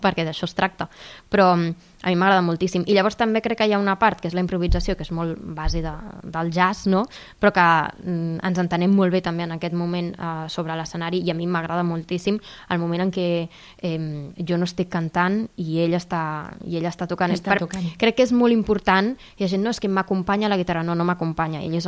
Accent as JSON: {"language": "Catalan", "area": "Caldes", "region": "Catalonia", "country": "Spain", "tie": "born there", "said": "Jo vaig estudiar aquí el Tot Música d'aquí, de Caldes."}